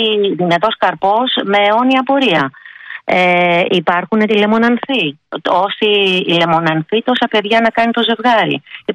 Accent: Kalyvia Thorikou, Attica, Greece; επειδή είμαι από τα Καλύβια

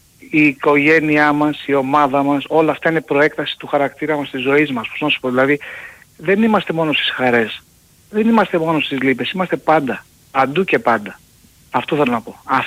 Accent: Paiania, Attica, Greece; είμαι από την Παιανία.

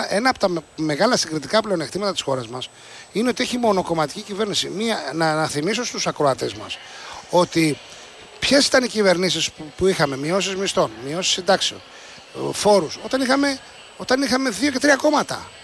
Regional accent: Greece

